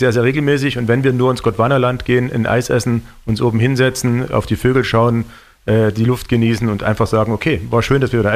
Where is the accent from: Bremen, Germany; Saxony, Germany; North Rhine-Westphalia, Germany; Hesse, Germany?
Saxony, Germany; Leipzig; für mich als Leipziger